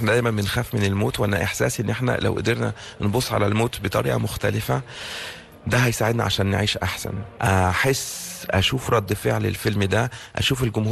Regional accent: Egypt; also born or lived in France; يعني أنا وأنا صغير لما كنت في فرنسا كنت بقول لا أنا مش فرنساوي أنا مصري، ولما كنت بروح مصر ما بقولش أنا مصري، كنت بقول أنا فرنساوي

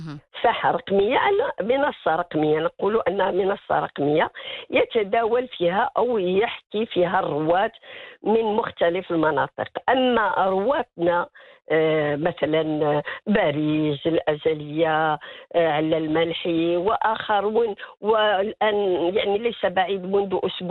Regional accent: Morocco; وهذا ما يميزنا نحن كمغاربة على باقي دول العالم

